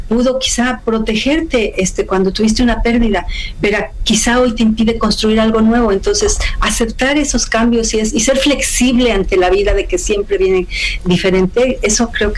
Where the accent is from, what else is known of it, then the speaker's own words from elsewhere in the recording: Mexico; como mexicanos aceptamos muchas cosas de manera resignada